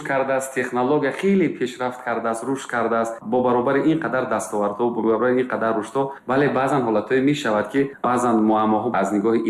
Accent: Tajikistan; بله، رضایت از اون دارم که من خوشبختانه تاجیکم و در این وطن زندگی میکنم، صاحب وطنم، صاحب زبانم، فرهنگم، تاریخم.

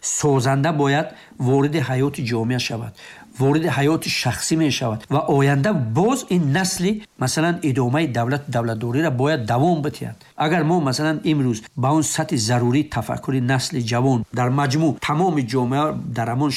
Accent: Tajikistan

